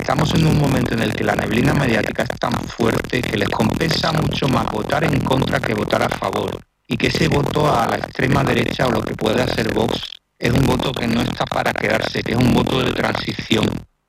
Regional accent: Andalusia, Spain; Tenemos en común yo como tú somos andaluces

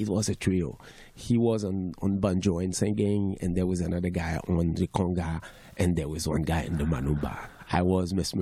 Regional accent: Port-au-Prince, Ouest, Haiti; English is a second language; also born or lived in South of Haiti; Yeah, I grew up in Port-au-Prince. I was born there. I grew up half in Port-au-Prince, half in the South.

